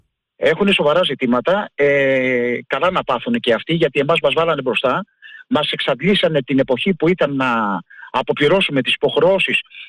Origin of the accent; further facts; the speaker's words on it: Patras, Western Greece, Greece; εγώ βλέπω την πόλη μου, την Πάτρα, αυτή τη στιγμή το πρωί να είναι μια έρημη πόλη.